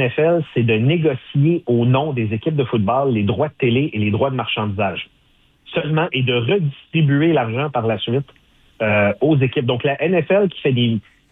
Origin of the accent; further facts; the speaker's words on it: Montreal, Quebec, Canada; Et contrairement à plusieurs jeunes Québécois, malgré que j'ai grandi à Montréal, dans un quartier ouvrier à Montréal